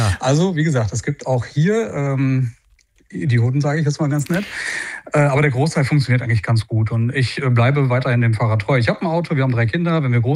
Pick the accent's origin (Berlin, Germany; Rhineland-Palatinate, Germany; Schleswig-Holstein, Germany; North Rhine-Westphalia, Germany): North Rhine-Westphalia, Germany; Münster; ich bin gebürtiger Münsteraner.